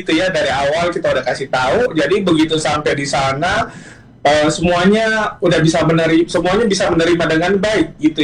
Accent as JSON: {"language": "Indonesian", "region": "Eastern Indonesia", "country": "Indonesia", "said": "Jadi buat kita pribadi yang berasal dari Indonesia Timur itu merasa ada kerinduan gitu ya."}